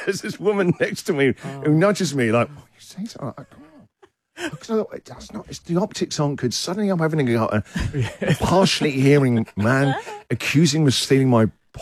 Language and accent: English; England, United Kingdom; moved away as an adult; now in Australia; I am becoming Australian. I have an Australian passport, but there are certain characteristics and behaviour. You can't deny your DNA and where you were raised. I am an Englishman